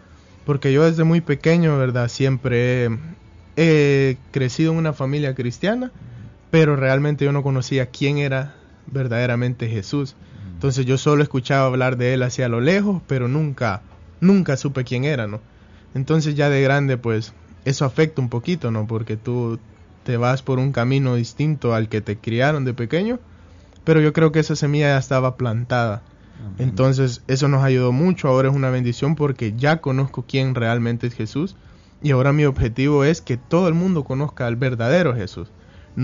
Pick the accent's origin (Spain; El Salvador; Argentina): El Salvador; yo soy un joven, no tan joven como tú, ¿verdad? Pero soy salvadoreño